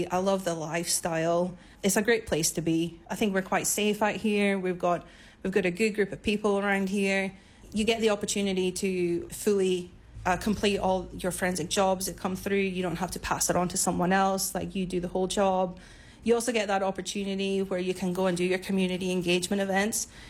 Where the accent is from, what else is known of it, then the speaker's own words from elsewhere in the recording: Scotland, United Kingdom; moved away as an adult; now in Queensland, Australia; So I'm Scottish. I moved to Queensland in 2010. And while I've been in Queensland, I've been kind of all around the state.